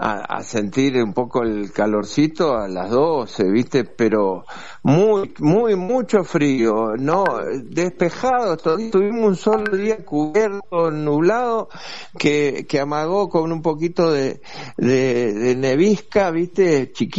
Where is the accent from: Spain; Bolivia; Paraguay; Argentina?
Argentina; Buenos Aires; siendo un porteño, vamos a decir así, era una materia